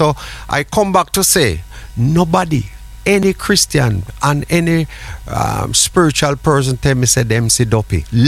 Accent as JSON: {"language": "English", "country": "Jamaica", "tie": "born or raised there", "said": "while growing up in Jamaica"}